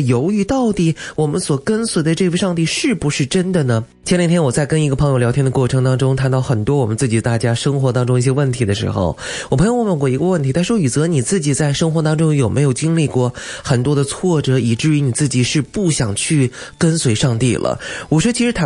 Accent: China; moved away as an adult; now in United States; 因为我知道我从中国来

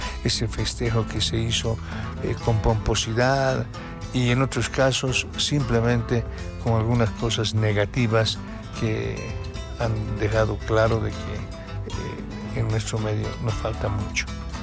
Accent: La Paz, Bolivia; como bolivianos, como paseños, como venianos

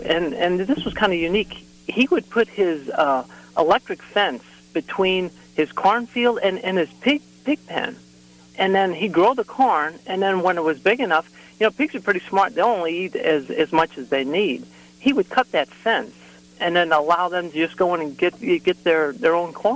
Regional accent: St. Louis, Missouri, United States; You know, I grew up in St. Louis, Missouri, but I was fortunate to have parents, or my mother came from rural Missouri, and we used to go out to my grandma's farm all the time growing up.

